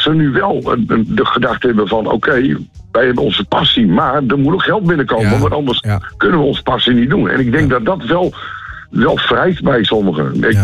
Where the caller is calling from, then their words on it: Groningen, Netherlands; Wij zijn Groningers.